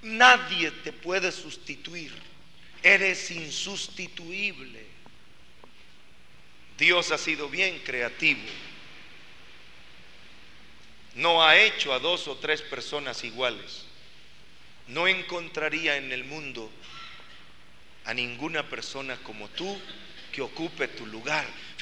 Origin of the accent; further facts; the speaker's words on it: Guatemala; Yo vengo de un país de Centroamérica que se llama Guatemala